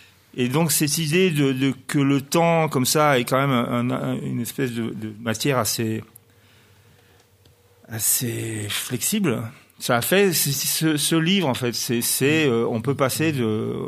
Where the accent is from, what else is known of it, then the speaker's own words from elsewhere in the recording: Grenoble, Auvergne-Rhône-Alpes, France; je suis grenoblois